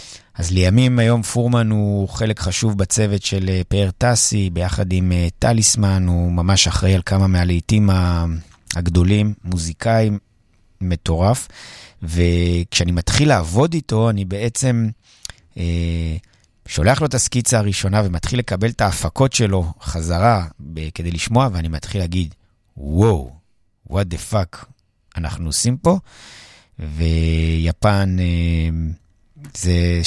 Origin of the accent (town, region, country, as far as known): Jerusalem, Jerusalem District, Israel; born there